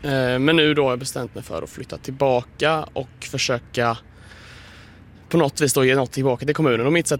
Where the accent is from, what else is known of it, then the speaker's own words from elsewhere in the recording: Östergötland, Sweden; moved away as an adult; jag är ju en inbiten och glad ydrebo. Jag föddes här i Hästra för nu då 27 år sedan. Har upplevt den här kommunen som barn och ung